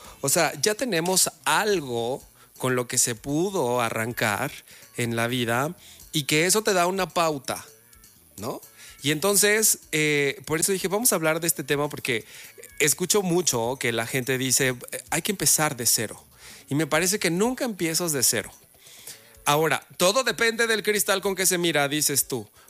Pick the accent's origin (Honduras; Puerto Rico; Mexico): Mexico